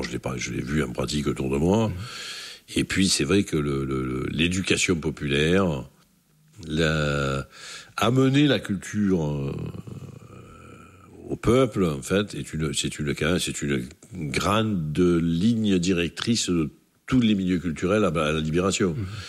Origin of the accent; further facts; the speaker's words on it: Marseille, Provence-Alpes-Côte d'Azur, France; born there; Bon, après, je regarde le monde du même endroit. C'est-à-dire de l'endroit où je suis né, de l'Estac, en fait, de ce point de vue-là.